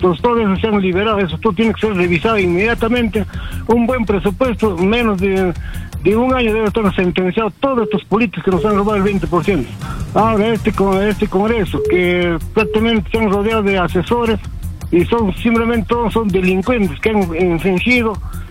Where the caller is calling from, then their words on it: Lima, Peru; de Cercado de Lima.